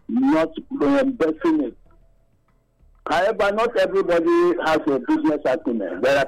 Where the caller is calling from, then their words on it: Nigeria; I'm calling from Ogbesha Community.